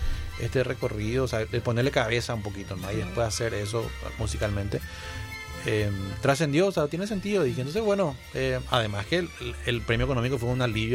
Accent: Paraguay; Soy paraguayo, tengo la sangre guaraní.

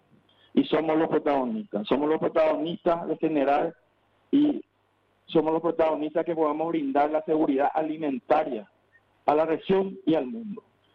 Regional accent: Paraguay; como productor y como paraguayo

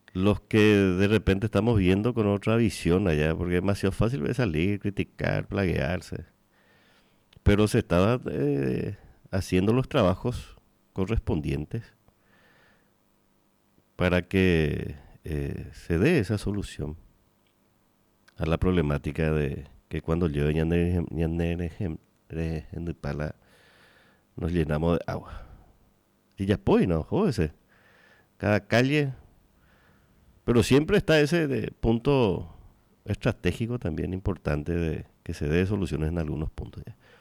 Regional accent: Paraguay; Nosotros como paraguayos de bien allá

